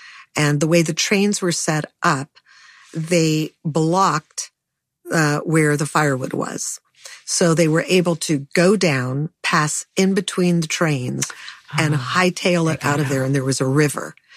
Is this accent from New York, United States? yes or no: no; Los Angeles, California, United States; I grew up in the Hollywood Hills. I thought it was like, I climbed the hills all the time.